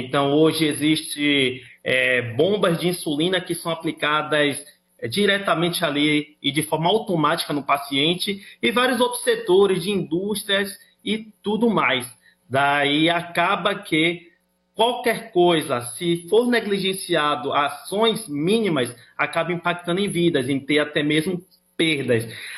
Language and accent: Portuguese; Salvador, Bahia, Brazil; Não, eu sou de Salvador